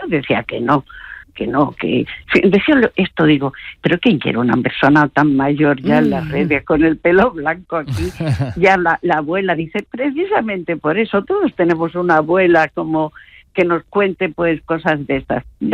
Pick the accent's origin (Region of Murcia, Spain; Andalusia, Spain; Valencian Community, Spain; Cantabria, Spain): Andalusia, Spain